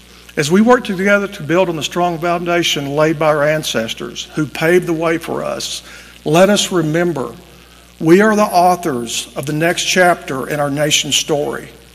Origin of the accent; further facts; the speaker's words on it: Tishomingo, Oklahoma, United States; our historic capital of Tishomingo. And this is my hometown, born and raised here. Love it here, still live here.